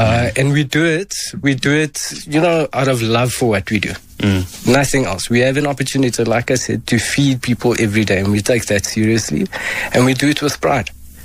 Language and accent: English; Benoni, Gauteng, South Africa; Football, man. I'm from Benoni.